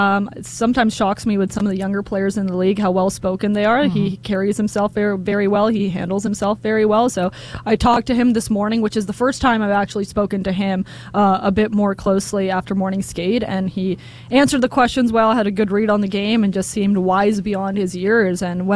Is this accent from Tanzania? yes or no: no; Canada; born there; moved away as an adult; also born or lived in New York; brought me back up to Canada. And full circle, now I get to cover my hometown team that I grew up watching on the channel I grew up watching them.